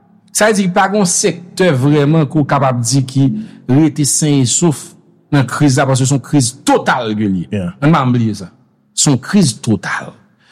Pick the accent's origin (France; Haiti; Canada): Haiti; Donc, c'est pas parce qu'on est fier qu'on est haïtien